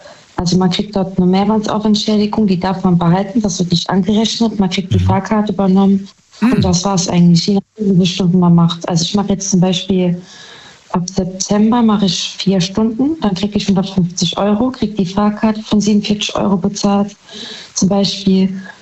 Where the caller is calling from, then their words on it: Saarbrücken, Saarland, Germany; Saarbrücken.